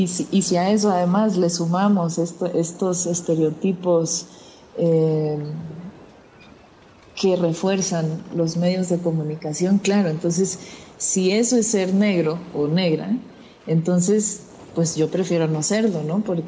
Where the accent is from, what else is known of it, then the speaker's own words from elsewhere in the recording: Tamaulipas, Mexico; now in Chiapas, Mexico; yo no crecí en una comunidad negra, yo crecí en Tamaulipas